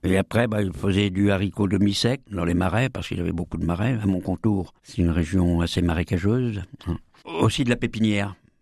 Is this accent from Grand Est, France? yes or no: no; Frontenay-sur-Dive, Nouvelle-Aquitaine, France; je suis originaire de Frontenay-sur-Dive, à côté de Saint-Jean-de-Sauve, entre Mirbeau et Loudun, Nord-Vienne. J'y suis toujours.